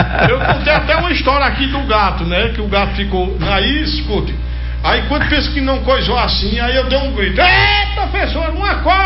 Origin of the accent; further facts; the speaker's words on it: Rurópolis, Pará, Brazil; born there; Tanto que Rurópis, a cidade que eu nasci, fazia parte do Amazonas, hoje faz parte do Pará.